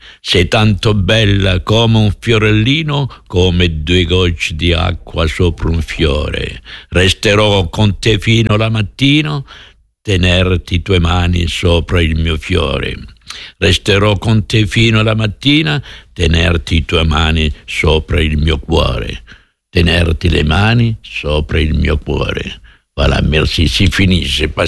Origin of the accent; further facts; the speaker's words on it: Italy; now in France; je suis italien. J'étais italien. Ça m'a coûté cher pour être français.